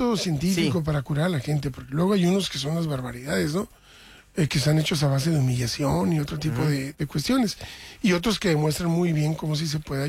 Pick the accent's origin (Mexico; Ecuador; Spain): Mexico